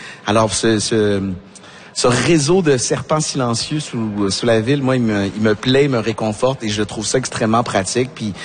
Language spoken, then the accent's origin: French; Quebec City, Quebec, Canada; Moi, je viens de Québec, dans une ville où on a de la difficulté à parler de mobilité.